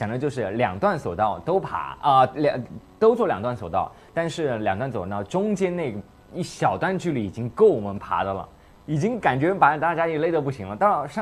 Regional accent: Nanchong, Sichuan, China; now in Changsha, China; 我们老家，因为老家四川南充有个西山风景区

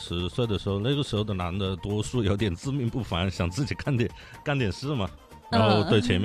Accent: Changsha, Hunan, China; 作为长沙人来讲

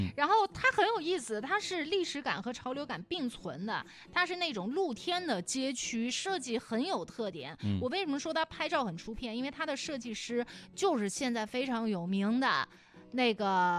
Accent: Changsha, Hunan, China; 咱们长沙人、长沙市民可以先去试一把

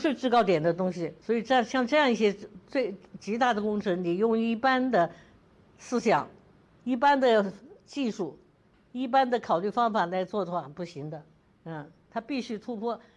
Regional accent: China

